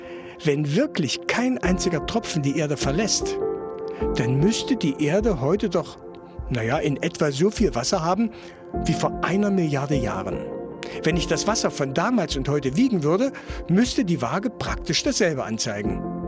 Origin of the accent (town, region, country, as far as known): Saxony-Anhalt, Germany